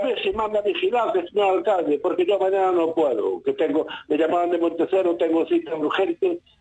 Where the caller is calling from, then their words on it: Pontevedra, Galicia, Spain; Pontevedra capital, sí, por donde está el Hotel La Barca.